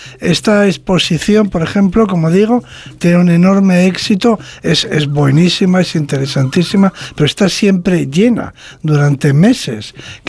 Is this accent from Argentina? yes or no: no; Spain; somos los españoles un, sí, pueblo culto, un pueblo muy culto.